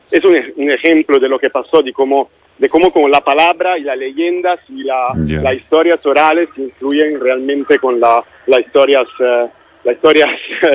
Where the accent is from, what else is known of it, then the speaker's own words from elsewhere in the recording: Italy; siendo como italiano y teniendo esa gerencia histórica